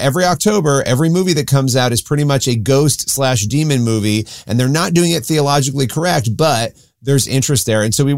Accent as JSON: {"language": "English", "town": "Rochester", "region": "New York", "country": "United States", "tie": "born or raised there", "moved": "yes", "lives_now": "Westchester, United States", "said": "Well, so I live in Westchester, so I live, quote unquote, upstate right now, but I actually grew up in Rochester where you went to school. I grew up just outside of Rochester."}